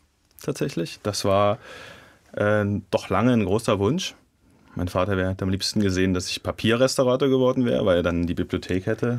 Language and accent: German; Jena, Thuringia, Germany; now in Osmannstedt, Germany; Ich bin in Jena-Presnitz groß geworden.